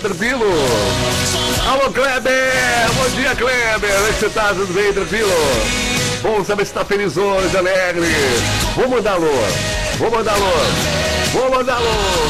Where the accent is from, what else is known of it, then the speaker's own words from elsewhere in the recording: Salvador, Bahia, Brazil; Sou de Salvador, Bahia. Salvador, Bahia, né? Pois é. No coração aqui, no pelô. É no pelô, né?